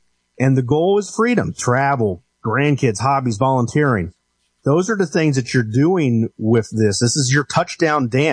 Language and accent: English; Cincinnati, Ohio, United States; I grew up in Cincinnati, Ohio, so I was and still am a Bengals fan.